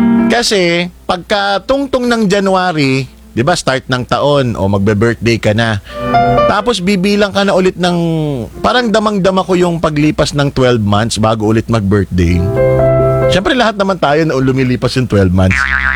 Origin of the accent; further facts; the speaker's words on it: Quezon, Calabarzon, Philippines; accent: Quezon accent; Yung Quezon accent ko eh.